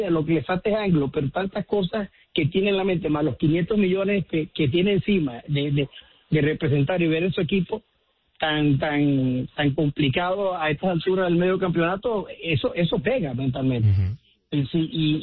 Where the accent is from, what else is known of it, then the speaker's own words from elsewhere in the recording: Venezuela; Hey, Luis, soy yanquista de corazón, pero también soy venezolano.